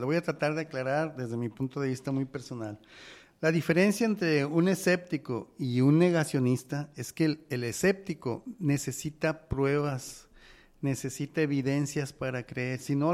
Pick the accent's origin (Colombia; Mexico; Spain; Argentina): Mexico